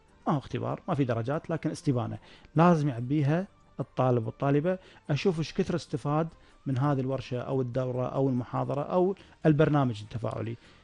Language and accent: Arabic; Kuwait; عشان أرد جزء من ما قدمت لي ديرتي